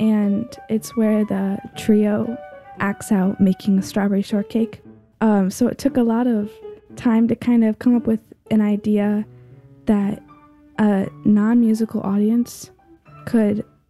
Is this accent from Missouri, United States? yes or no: yes; St. Louis, Missouri, United States; I am a saxophonist and composer, and I'm from St. Louis, Missouri.